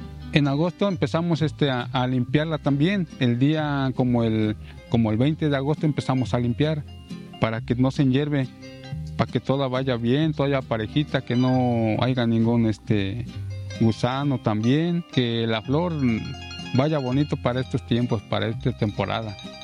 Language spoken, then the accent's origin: Spanish; San Pablo Coapan, Veracruz, Mexico; soy de San Pablo Coapan, municipio de Naulinco